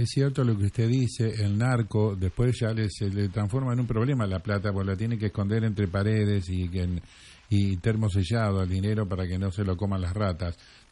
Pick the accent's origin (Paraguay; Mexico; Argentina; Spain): Argentina